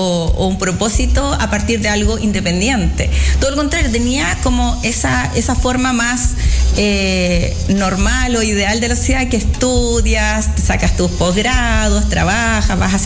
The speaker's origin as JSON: {"language": "Spanish", "town": "Talcahuano", "region": "Biobío", "country": "Chile", "also_born_or_lived": "O'Higgins Region", "moved": "as an adult", "said": "Trabajé muchos años en la sexta región y luego volví hacia mi región, porque yo soy chorera de corazón, soy de Talcahuano"}